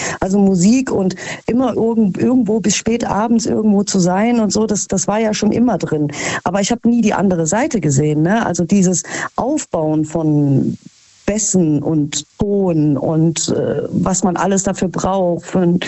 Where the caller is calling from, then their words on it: Krefeld, North Rhine-Westphalia, Germany; ich komme aus Krefeld.